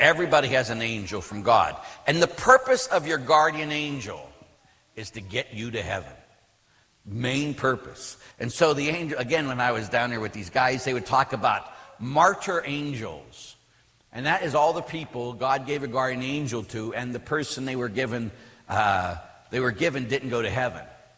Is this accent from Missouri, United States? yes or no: no; Pittsburgh, Pennsylvania, United States; when I was a kid, I grew up in Pittsburgh, as we all know, and I was at my grandmother's house. Now, in the north side of Pittsburgh, houses are like row houses and different things.